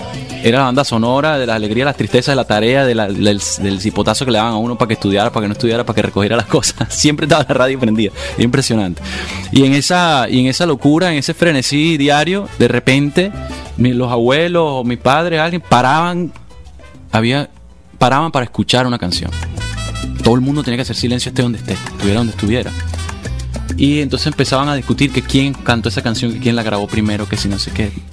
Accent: Caracas, Capital District, Venezuela; Soy de esta ciudad, como dice la canción, de Caracas. Nací en Caracas

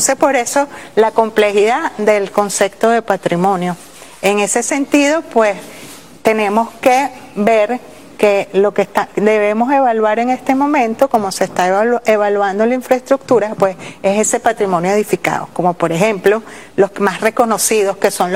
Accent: Venezuela; somos venezolanos porque nos manifestamos en ciertos aspectos de la identidad.

